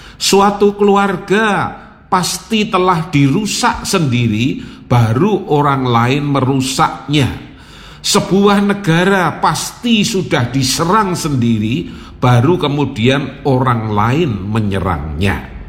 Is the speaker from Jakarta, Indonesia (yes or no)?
no; Surakarta, Central Java, Indonesia; saya dari Solo diminta ke sana.